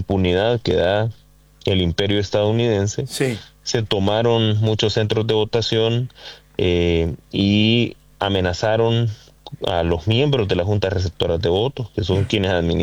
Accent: Honduras

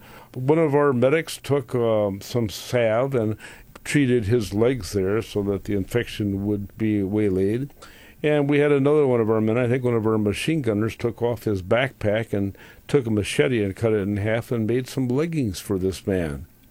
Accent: Wisconsin, United States

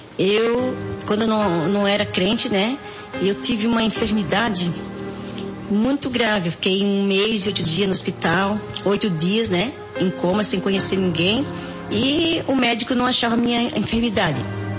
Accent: Joinville, Santa Catarina, Brazil; Meu nome é … sou da cidade de Joinville, Santa Catarina.

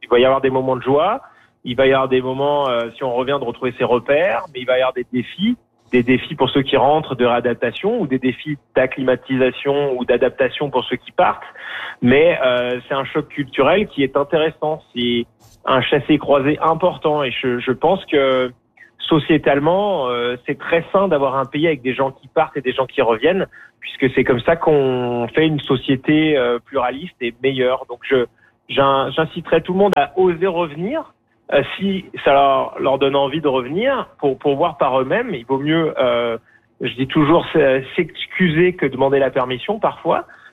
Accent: France; now in Canada; comme on peut l'entendre à mon accent, je suis originaire de France, mais ça fait une vingtaine d'années que j'habite moi au Canada.

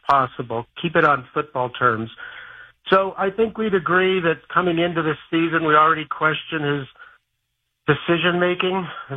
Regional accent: California, United States; And I grew up in the Bay Area with Joe Montana.

